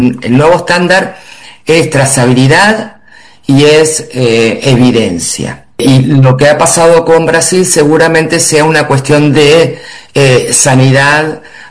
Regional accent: Argentina; moved away as an adult; now in Europe; Yo soy argentina y hace 8 años que vivo acá en Europa

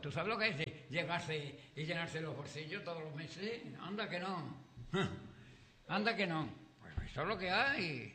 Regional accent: Andalusia, Spain; yo me siento muy andaluz, muy, muy, y muy orgulloso de ser andaluz.

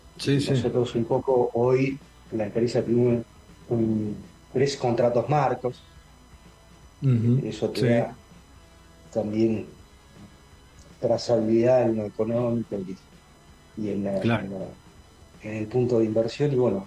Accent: Neuquén, Argentina; somos gente de Neuquén

